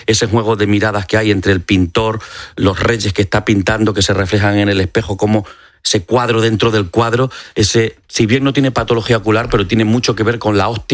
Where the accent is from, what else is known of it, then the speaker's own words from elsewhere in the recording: Badajoz, Extremadura, Spain; Yo soy extremeño, vivía en Badajoz y venía con frecuencia a Madrid, al Museo del Prado.